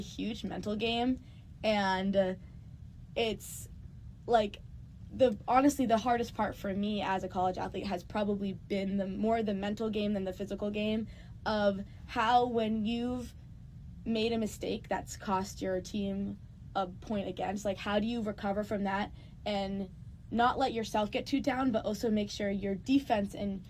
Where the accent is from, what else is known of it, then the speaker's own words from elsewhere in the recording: Massachusetts, United States; Can you tell I'm from New England? Fenway is just super fun. I've been there a lot in growing up in Massachusetts